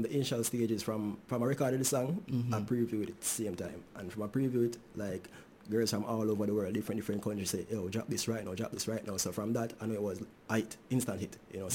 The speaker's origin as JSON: {"language": "English", "town": "August Town", "region": "Saint Andrew", "country": "Jamaica", "tie": "born or raised there", "said": "Growing up in Augustown, it has shaped my talent, because I know in Augustown I'm surrounded by different sounds and different personalities."}